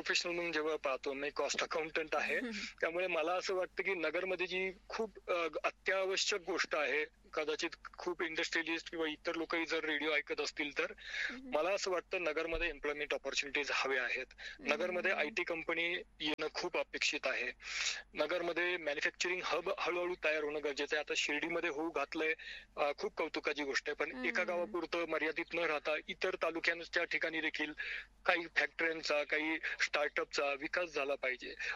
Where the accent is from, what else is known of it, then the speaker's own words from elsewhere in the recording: Ahmednagar, Maharashtra, India; एक नगरकर म्हणून